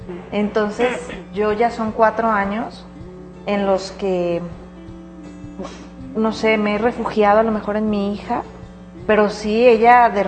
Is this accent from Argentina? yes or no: no; Mexico; Como toda mexicana, a lo mejor, y la idiosincrasia de acá